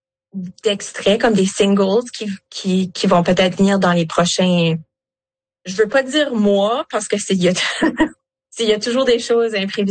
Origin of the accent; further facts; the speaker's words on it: Canada; Comme moi, je suis acadienne, là, mes deux parents sont francophones acadiens